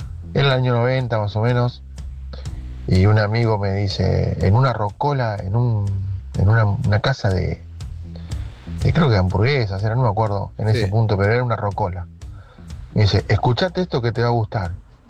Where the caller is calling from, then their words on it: Buenos Aires, Argentina; de Liniers.